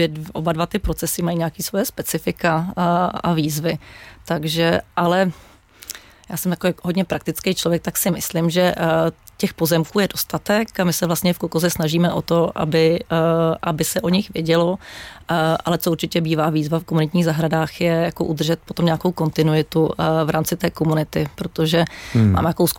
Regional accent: Prague, Czechia; Protože jsem holka z Jižáku a strávila jsem na jižním městě vlastně celé svoje mládí

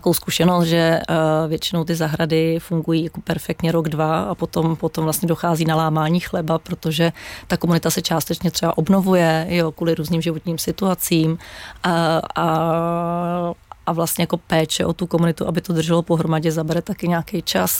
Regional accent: Prague, Czechia; Protože jsem holka z Jižáku a strávila jsem na jižním městě vlastně celé svoje mládí

